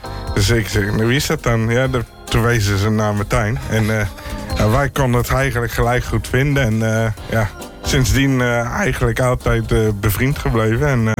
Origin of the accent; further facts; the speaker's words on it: Utrecht, Netherlands; now in Houten, Netherlands; Houtenaar? Ik ben een Utrechter, maar.